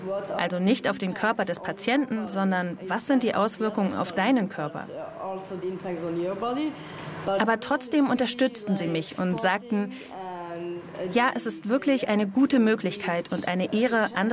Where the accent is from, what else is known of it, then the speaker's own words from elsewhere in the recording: Luxembourg; Ich komme ursprünglich aus Luxemburg.